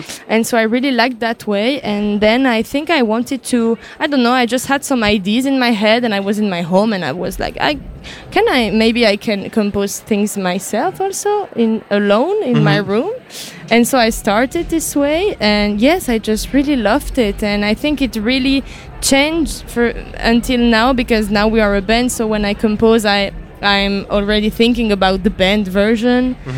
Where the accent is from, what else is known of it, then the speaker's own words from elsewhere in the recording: Haute-Nendaz, Valais, Switzerland; now in Lausanne, Switzerland; But I'm from Valais, I'm from Haute-Nanda in the mountains.